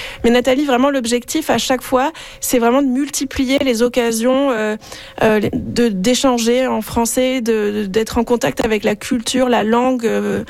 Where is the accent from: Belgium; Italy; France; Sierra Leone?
France; je vais suivre ça de près en tant que Française d'origine.